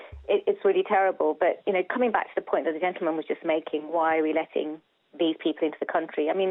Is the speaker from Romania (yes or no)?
no; United Kingdom; born there; my point is that I'm an Indian woman. I was born here. My parents are of East African origin.